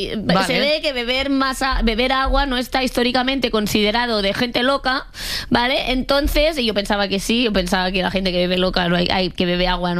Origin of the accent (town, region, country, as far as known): Catalonia, Spain